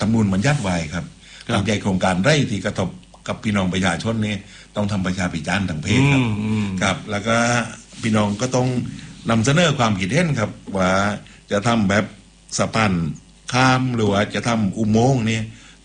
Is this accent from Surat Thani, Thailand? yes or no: yes; Ko Samui, Surat Thani, Thailand; เป็นคนเกาะสมุยแท้ๆครับแล้วก็คือเมื่อพี่น้องชาวเกาะสมุยมาร้องเรียนผมนี่ด้วยความเต็มใจครับ